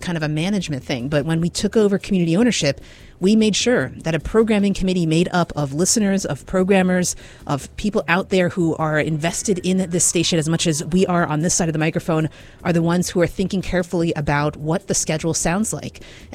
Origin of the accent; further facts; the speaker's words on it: Barre, Vermont, United States; since I was a teenager growing up in Barrie City.